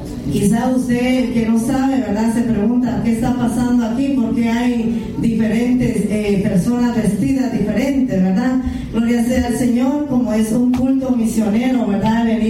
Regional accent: Guatemala; Soy guatemalteca

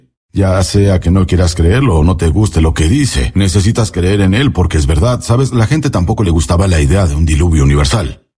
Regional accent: Oklahoma, United States; yo soy de Oklahoma, en los Estados Unidos, y hay tornados todo el tiempo. En Oklahoma es un callejón de tornados

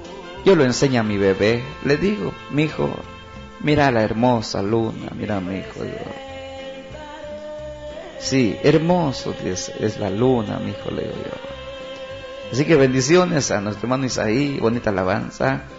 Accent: Guatemala; yo creo que no copla como buen chapín, no decimos, no.

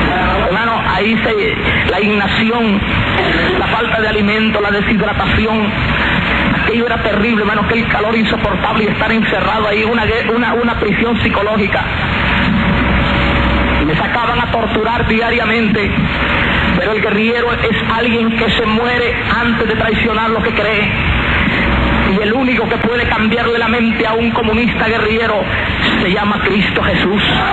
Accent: Chiquimula, Guatemala; Yo soy de una provincia en Guatemala llamada Chiquimula.

